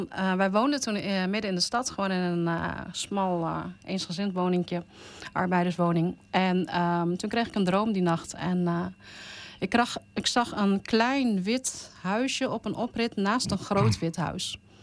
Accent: Indonesia; now in Netherlands

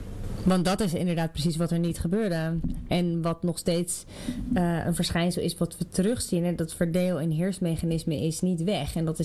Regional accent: Netherlands; ik ben ook gewoon Nederlander.

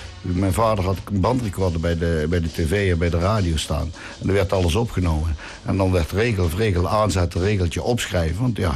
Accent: Reek, North Brabant, Netherlands; also born or lived in Velp; We komen eigenlijk uit Velp, maar toen, zijn we, toen ik 4 was, zijn we naar de Reek gegaan

